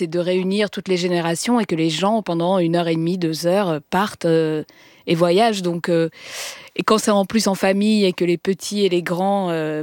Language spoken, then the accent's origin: French; Aix-en-Provence, Provence-Alpes-Côte d'Azur, France; j'avais 19 ans, Et moi, je viens d'Aix-en-Provence